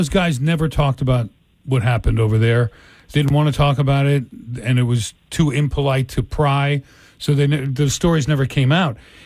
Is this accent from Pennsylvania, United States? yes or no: yes; Philadelphia, Pennsylvania, United States; I'm a Philadelphian. We learned Philadelphia history.